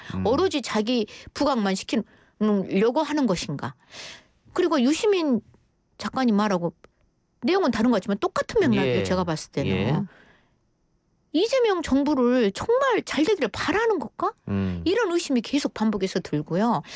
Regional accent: Muan, South Jeolla, South Korea; born there; now in Mokpo, South Korea; 제가 호남의 딸, 무안에서 태어나고 목포에서 현재도 살고 있는 사람이면서

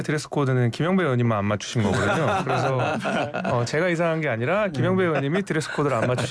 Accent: Seoul, South Korea; 서울 사람 입장에서

